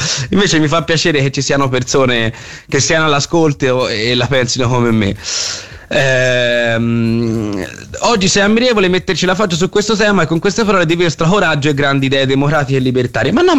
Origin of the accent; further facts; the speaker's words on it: Florence, Tuscany, Italy; noi abbiamo vissuto sulla nostra pelle da fiorentini la morte di un nostro concittadino